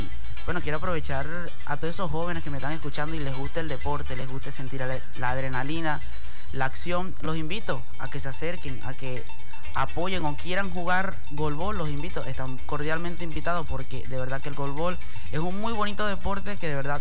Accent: El Tejero, Monagas, Venezuela; also born or lived in Anzoátegui; soy del Tejero. Nací en Anzoátegui, pero soy del Tejero, me siento monaguense. Soy monaguense porque, bueno, prácticamente toda mi vida la viví aquí, en el Estado Monagas, en Tejero. Porque, bueno, duré 19 años viviendo en el Tejero. Y luego me mudé al Estado Anzoátegui a estudiar

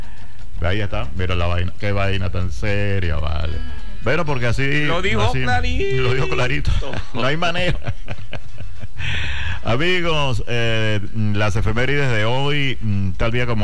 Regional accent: Venezuela; Los venezolanos en el barrio somos así

